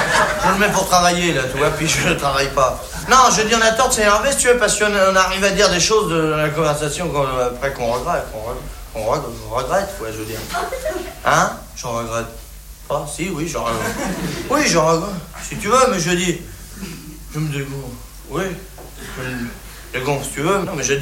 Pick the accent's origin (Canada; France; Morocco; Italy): France